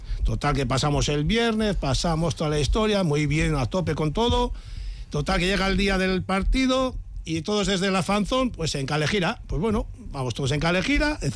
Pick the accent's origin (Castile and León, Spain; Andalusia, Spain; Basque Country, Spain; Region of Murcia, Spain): Basque Country, Spain; San Sebastián; A ver, yo soy de Donostiarra, bueno, de aquí de Alza, tal. Donostiarra, la Real lo he mamado, yo jugaba fútbol hasta los 18